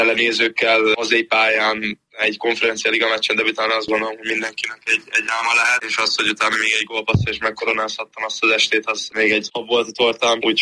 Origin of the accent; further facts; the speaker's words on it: Hungary; Természetesen nagyon fontos a hazám. Szeretem Magyarországot, ott nevelkedtem, úgyhogy minden szál oda fűz.